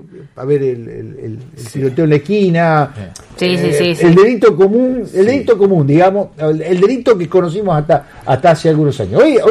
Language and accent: Spanish; France; Spanish is a second language; Él es marroquí, yo soy francés.